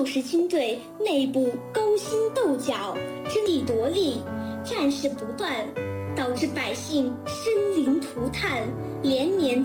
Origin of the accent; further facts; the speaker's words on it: Xuanhan, Sichuan, China; also born or lived in Dazhou; 现在在我的家乡达州市宣汉县城巴山红军公园建立了王维忠纪念馆